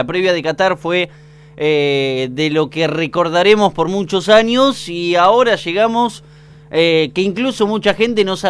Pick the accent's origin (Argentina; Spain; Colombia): Argentina